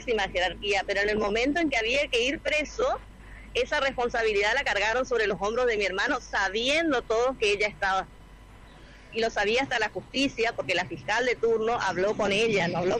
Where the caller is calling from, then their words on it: Fontana, Chaco, Argentina; nosotros somos de Fontana